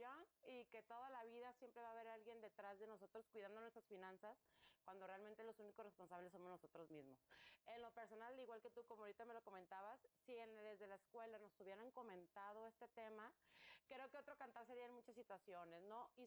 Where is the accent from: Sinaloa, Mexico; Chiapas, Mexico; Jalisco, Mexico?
Sinaloa, Mexico; Mazatlán; yo soy de Sinaloa, de Mazatlán.